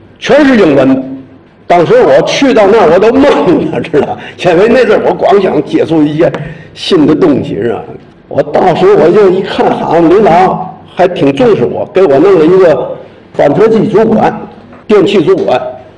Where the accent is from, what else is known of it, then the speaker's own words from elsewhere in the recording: China; 作为一个中国人